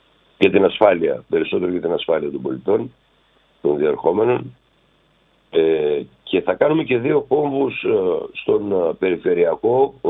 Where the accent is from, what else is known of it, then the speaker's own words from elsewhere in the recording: Thessaly, Greece; also born or lived in Argithea / Larissa; now in Volos, Greece; επειδή είμαι από την Αργιθέα, επειδή μεγάλωσα σε ένα χωριό των Φαρσάλων, επειδή σπούδασα στη Λάρισα, ήρθα στο Βόλο, τώρα γυρίζω όλη τη Θεσσαλία